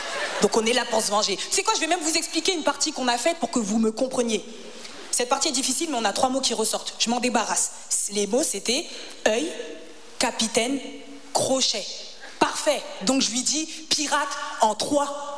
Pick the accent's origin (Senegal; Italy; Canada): Senegal; Moi, les gars, je suis sénégalaise, hein.